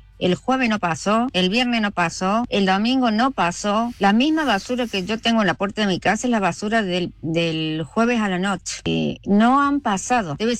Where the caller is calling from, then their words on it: Córdoba, Argentina; acá en Barrio San Martín